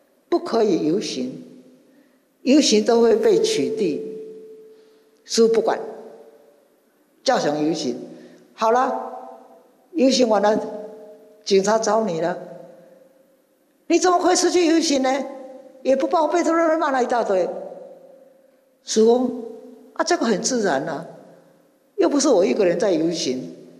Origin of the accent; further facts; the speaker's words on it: Yilan County, Taiwan; 但是不管我调外远去外远，我每一年一定要留这个时间，都来大佛亲，因为这是我宜兰人的过年